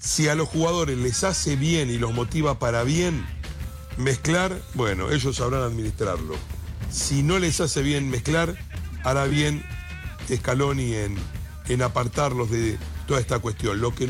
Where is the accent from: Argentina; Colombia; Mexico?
Argentina; Pero somos argentinos